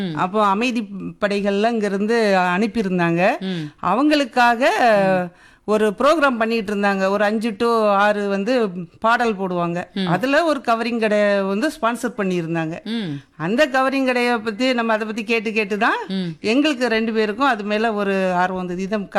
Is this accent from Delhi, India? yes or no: no; Vazhavallan, Tamil Nadu, India; now in Thoothukudi, India; Vazhavallan.